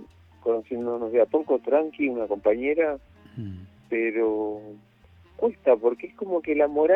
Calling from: José C. Paz, Buenos Aires Province, Argentina

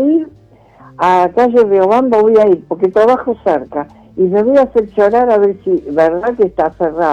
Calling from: Lanús, Buenos Aires Province, Argentina; de Lanús.

